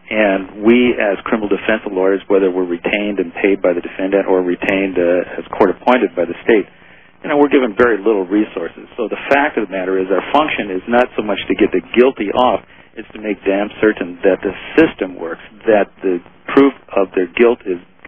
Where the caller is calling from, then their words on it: Maui, Hawaii, United States; I'm calling from Maui, and I'm also a lawyer.